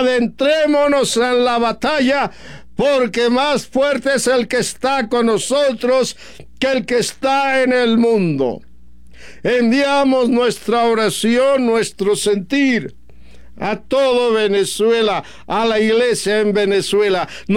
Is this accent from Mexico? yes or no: yes; Mexico